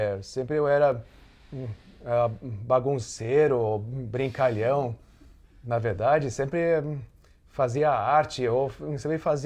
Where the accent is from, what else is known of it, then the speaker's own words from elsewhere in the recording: Rio de Janeiro, Brazil; born there; depois nasci no Rio, e na época eu era pequeno, eu era tímido